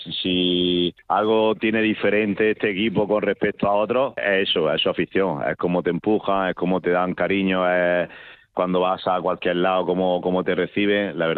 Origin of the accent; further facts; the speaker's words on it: Jaén, Andalusia, Spain; y yo que soy de Jaén, pues muchísimo más. Sales por la calle y ves tantas camisetas amarillas, porque bueno, todo el mundo le gusta salir y lucir su camiseta, y más con orgullo, pues la verdad que para todo un jienense como yo, pues es increíble.